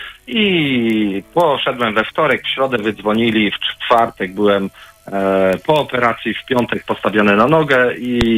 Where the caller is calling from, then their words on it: Nowogard, West Pomeranian Voivodeship, Poland; z Nowogardu, to jest koło Szczecina.